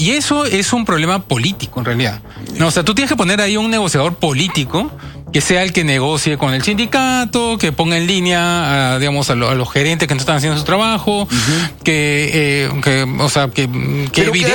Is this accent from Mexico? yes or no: no; Peru